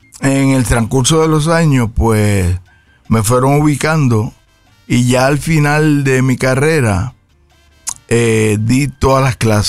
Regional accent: Vega Baja, Puerto Rico; now in Bayamón, Puerto Rico; yo soy de Vega Baja.

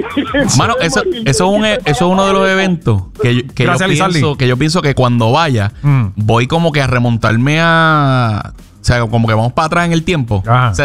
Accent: Fajardo, Puerto Rico; Yo soy de Fajardo.

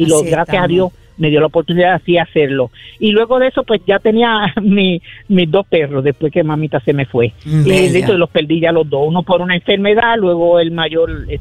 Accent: Puerto Rico; Yo soy católica apostólica puertorriqueña

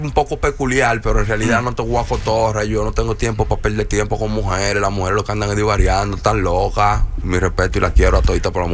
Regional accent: Dominican Republic; now in United States; Para que ustedes los dominicanos sepan lo que tenemos en la mano y quiénes somos y lo que representamos.

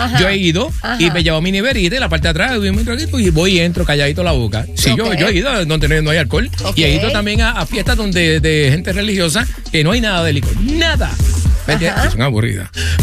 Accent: Puerto Rico; No, pero yo soy puertorriqueño, yo estoy ligado a muchísimas otras razas

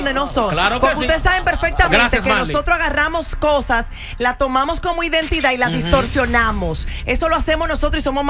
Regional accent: Dominican Republic; Y yo como dominicana sí hago que se respeten las leyes.

